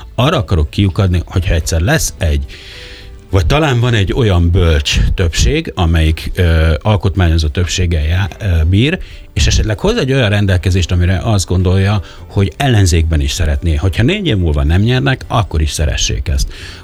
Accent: Pécs, Baranya, Hungary; now in Budapest, Hungary; pécsi vagyok

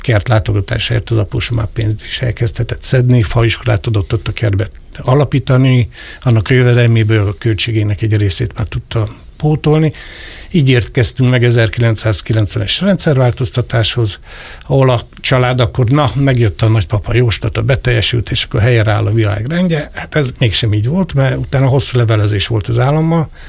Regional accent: Budapest, Hungary; born there; Amúgy én budapesti születésű vagyok, tehát közgazdász végzettségű.

